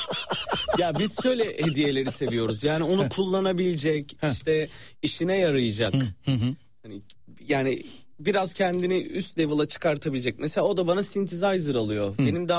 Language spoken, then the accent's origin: Turkish; Salihli, Manisa, Turkey; moved away; benim memleketim